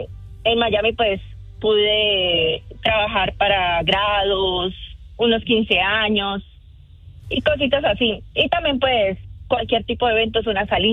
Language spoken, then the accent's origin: Spanish; Santander, Colombia; Santander.